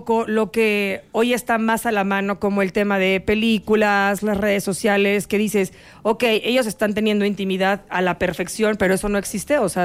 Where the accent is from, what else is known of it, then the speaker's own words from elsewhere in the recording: Mexico; Pero como buen mexicano me rifé y me dijo que había estado perfecto.